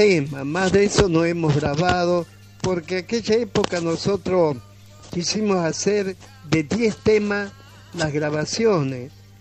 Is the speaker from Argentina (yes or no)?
yes; Quimilí, Santiago del Estero, Argentina; now in Añatuya, Argentina; Yo soy oriundo de Quimilí, de aquí a 100 kilómetros de nuestra ciudad, de Añatuya. Y en el 74 llegué aquí y bueno, me quedé del todo a vivir, que me casé